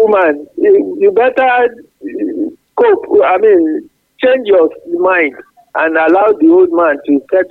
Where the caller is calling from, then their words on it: Apete, Oyo, Nigeria; from Apete.